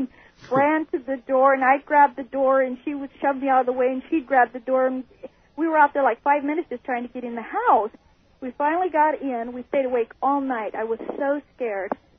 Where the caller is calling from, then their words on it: Kelso, Montana, United States; Hi. I'm calling from Kelso, Montana.